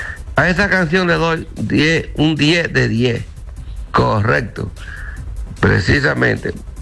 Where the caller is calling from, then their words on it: Torrejón de Ardoz, Community of Madrid, Spain; Desde Madrid, precisamente Torrejón de Aldós, aquí en Madrid.